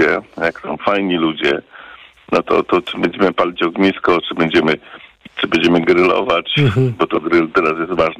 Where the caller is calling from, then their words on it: Lubusz Voivodeship, Poland; Był pan kiedyś u nas na zachodzie Polski, na Ziemi Lubuskiej?